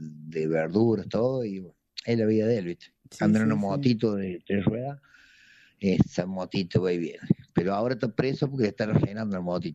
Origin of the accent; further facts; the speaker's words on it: Córdoba, Argentina; Éramos 9 cordobeses, bueno, lamentablemente se fue uno.